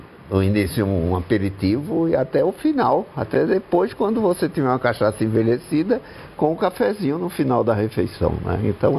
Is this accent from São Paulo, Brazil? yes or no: no; Pernambuco, Brazil; minha terra, exatamente.